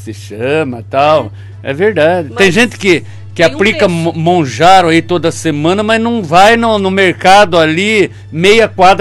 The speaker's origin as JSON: {"language": "Portuguese", "area": "Paulista", "region": "São Paulo", "country": "Brazil", "said": "Nós somos paulistas"}